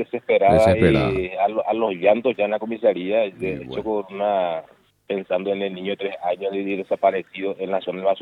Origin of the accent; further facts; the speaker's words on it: Luque, Central, Paraguay; Nacido y me ha criado en la ciudad de Luque.